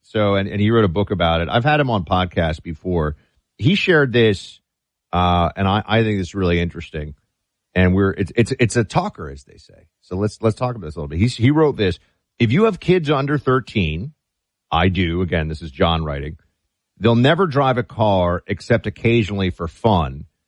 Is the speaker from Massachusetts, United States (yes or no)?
no; New York City, New York, United States; I grew up in New York City where kids were just taking the subway or taxis